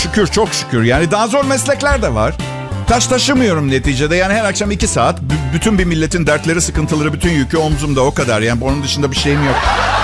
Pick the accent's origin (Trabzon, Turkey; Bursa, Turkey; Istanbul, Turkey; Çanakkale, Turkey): Istanbul, Turkey; Tophane'de doğdum, Şişli bebesiyim. Sadece adım İtalyan.